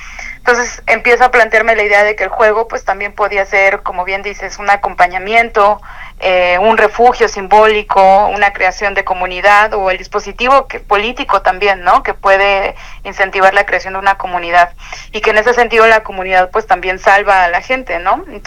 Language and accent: Spanish; Tuxpan, Mexico; en Tuxpan, que es de donde soy originaria